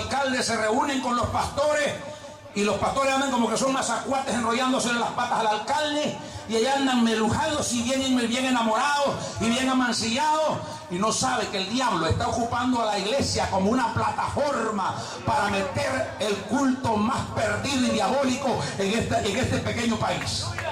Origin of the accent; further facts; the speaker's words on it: El Salvador; Soy salvadoreño